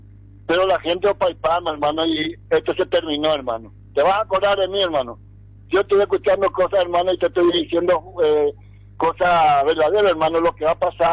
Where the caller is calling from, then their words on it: Paraguay